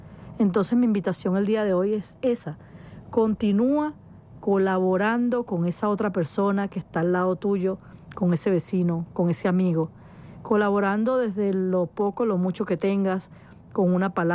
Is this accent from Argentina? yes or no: no; Venezuela; Como venezolanos, como hermanos, como amigos.